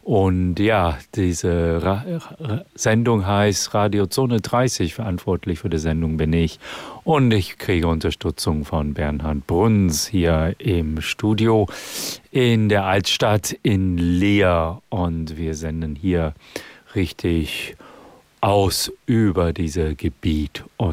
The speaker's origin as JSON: {"language": "German", "region": "England", "country": "United Kingdom", "moved": "yes", "lives_now": "Germany", "said": "Und ja, ich komme aus England."}